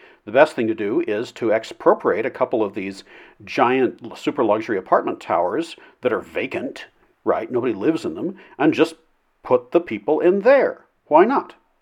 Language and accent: English; United States; as an American